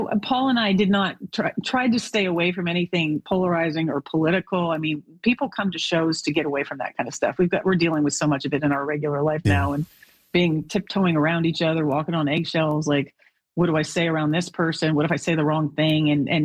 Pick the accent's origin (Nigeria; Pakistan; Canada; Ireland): Canada; now in Nashville, United States; Being Canadian, it is a huge part of my identity, always has been. I know when I came to Nashville and started making records, I had been living here for 8 years